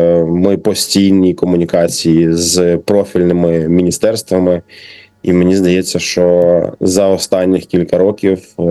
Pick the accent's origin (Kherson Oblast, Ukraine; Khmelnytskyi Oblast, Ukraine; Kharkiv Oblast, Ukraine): Kharkiv Oblast, Ukraine; Kharkiv; Ми, харків'яни, точно є у Львові.